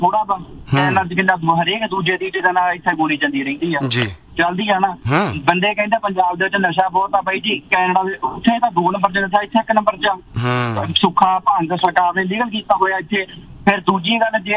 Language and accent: Punjabi; Punjab, India; now in Canada